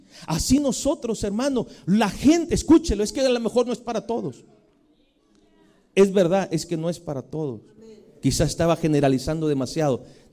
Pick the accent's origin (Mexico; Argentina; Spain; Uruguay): Mexico; así somos los mexicanos y las mexicanas.